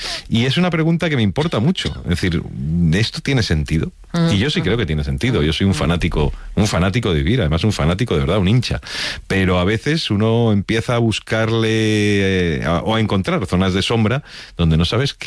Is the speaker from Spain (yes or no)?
yes; Spain